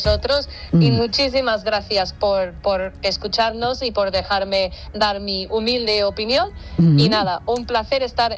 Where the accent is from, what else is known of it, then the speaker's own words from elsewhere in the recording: Andalusia, Spain; Y podría decirte que de Andalucía, pero también de muchos más.